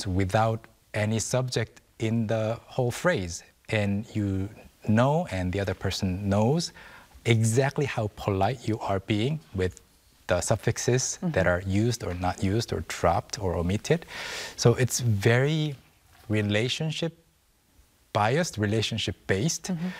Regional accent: South Korea; born there; English is a second language; I had to learn English the hard way in Korea, almost by myself.

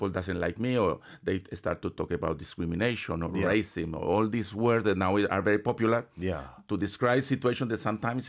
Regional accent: Bucaramanga, Santander, Colombia; moved away as an adult; now in South Korea; my home city, Bucaramanga.

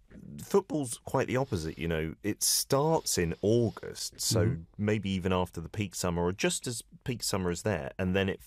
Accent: United Kingdom; When people would say baseball to me as a Brit, I would definitely think 100%, oh, that's very American

